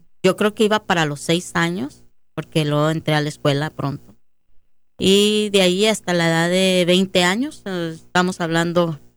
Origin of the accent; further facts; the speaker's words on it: Guadalajara, Jalisco, Mexico; also born or lived in Inglewood, California; de padres emigrantes. Y pues realmente nací ahí, pero me crié en Guadalajara, Jalisco.